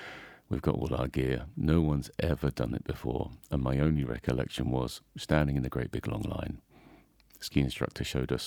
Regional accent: England, United Kingdom; now in Zell am See, Austria; I'm actually from England. I'm a ski instructor in Zelemzee in Salzburgerland.

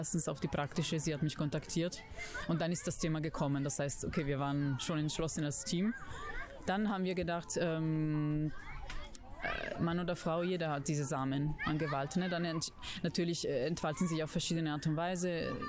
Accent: Italy; Ich komme aus Italien

